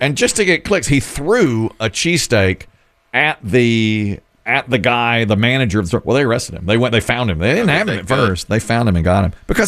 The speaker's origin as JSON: {"language": "English", "town": "Asheboro", "region": "North Carolina", "country": "United States", "tie": "born or raised there", "said": "growing up in Ashboro."}